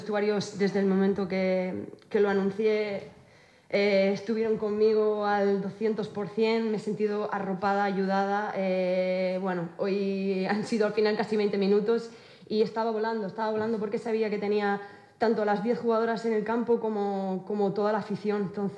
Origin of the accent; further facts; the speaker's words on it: Tenerife, Canary Islands, Spain; Soy una tinerfeña, soy una isleña, soy de Tenerife y esta es y será mi casa.